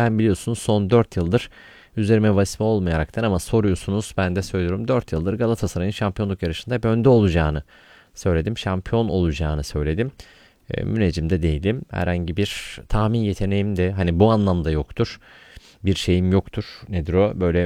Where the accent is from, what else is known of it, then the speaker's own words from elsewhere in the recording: Iğdır, Turkey; Çünkü ben de Iğdırlıyım. Çok yakınım Erzurum'a. Hatta konuşmalarımız da birbirimize çok yakındır.